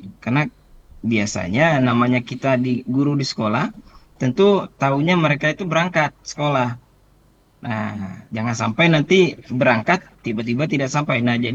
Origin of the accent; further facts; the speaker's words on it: Balai Karangan, West Kalimantan, Indonesia; Kami rata-rata ada yang dari Balai Karangan seperti saya, dari Pontianak, Ketapang